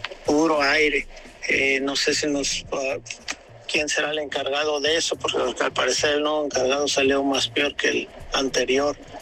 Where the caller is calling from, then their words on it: Cabo San Lucas, Baja California Sur, Mexico; yo vivo en Lomas de Sol, etapa 2, en Cabo San Lucas.